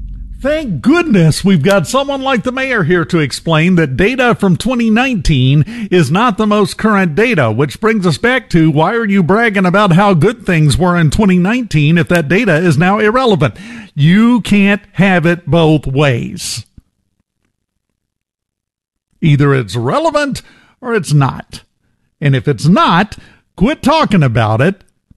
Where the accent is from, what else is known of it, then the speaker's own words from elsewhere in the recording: Macomb, United States; born there; I was born in Macomb in 1967 in the old city hospital downtown, the big abandoned building now.